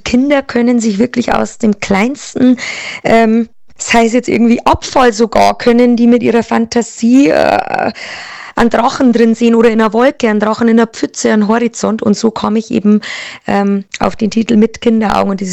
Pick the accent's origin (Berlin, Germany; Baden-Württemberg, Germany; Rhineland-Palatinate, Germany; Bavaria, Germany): Bavaria, Germany; Das ist so, ja, meine Hymne an Bayern, an meine Heimat, an meine Fans direkt auch.